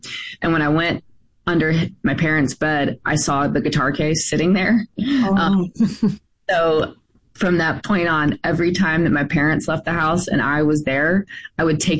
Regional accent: Opelika, Alabama, United States; Yeah, I'm originally from Alabama, a town outside of Auburn. It's called Opelika. And I grew up singing in church

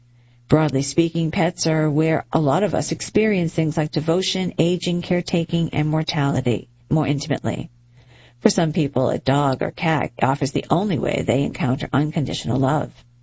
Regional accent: Monterrey, Nuevo León, Mexico; Growing up in Monterrey, Mexico, I attended a public elementary school where a teacher read the Iliad and the Odyssey aloud to us.

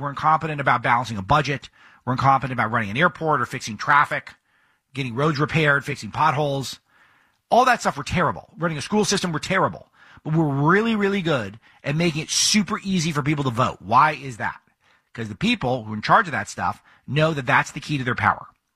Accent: California, United States; look no further than my home state of California

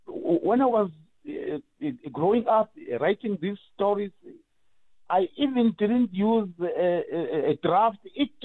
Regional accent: South Africa; first language Swati; English is a second language; My barrier is that I was studying Zulu by then, not my mother tongue, Swati.

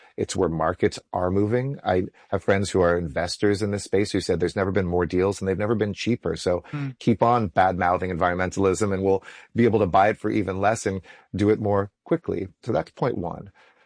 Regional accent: Los Angeles, California, United States; now in New Delhi, India; I mean, growing up in Los Angeles in the 70s, 80s, I thought was bad.

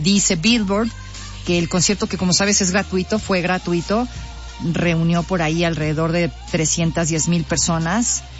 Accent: Mexico; ya sabe cómo somos los mexicanos

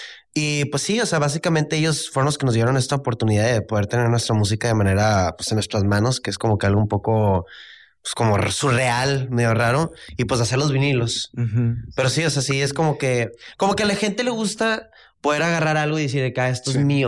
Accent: Monterrey, Nuevo León, Mexico; Sí, somos de Monterrey. Regios.

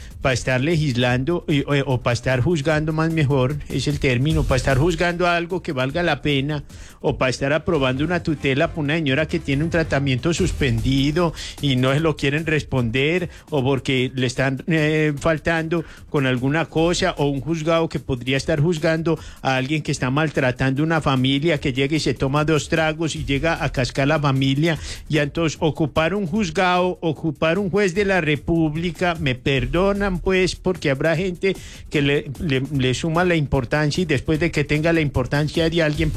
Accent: Colombia

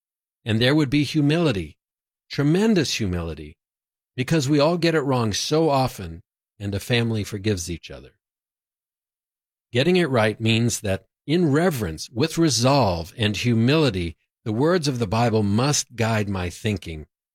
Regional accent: South Africa; also born or lived in Houston, United States; When I was growing up in South Africa, at about 7 years old, another kid on the soccer team called me a Jew boy.

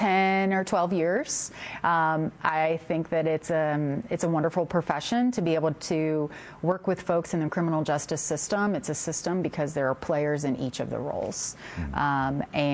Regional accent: Ohio, United States; now in Cincinnati, United States; And so I'm from Northwest Ohio, and mm-hmm. that's where I was born and raised.

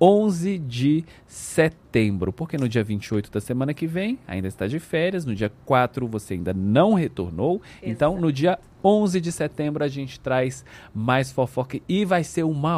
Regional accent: Ituiutaba, Minas Gerais, Brazil; moved away; eu conheço bem a Ituiutaba, Minas Gerais, a minha terra de onde vim.

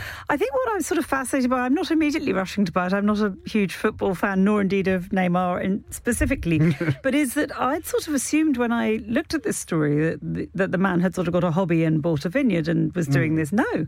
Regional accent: New Zealand

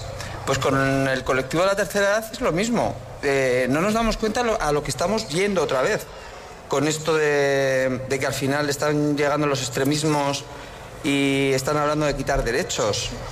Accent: Pamplona, Navarre, Spain; now in Maspalomas, Spain; Yo soy de Pamplona.

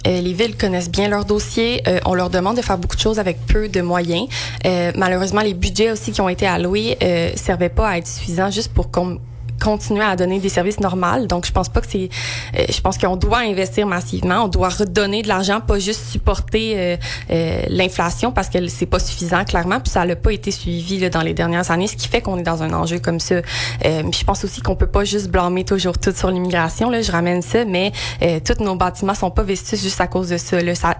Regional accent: Quebec, Canada; now in Estrie, Canada; Ben, je pense que je suis une personne un peu de plusieurs endroits. Là, moi, j'ai grandi en Montérégie, mais j'ai transféré en Estrie.

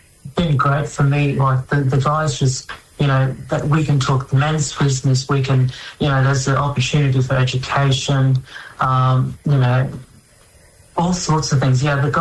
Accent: Bundaberg, Queensland, Australia; I grew up in Bundaberg, my hometown.

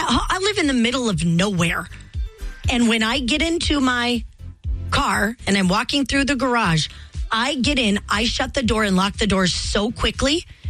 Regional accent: Montana, United States; also born or lived in Minneapolis; But, oh, my dad was always so worried because, you know, we're from Montana and it's safe.

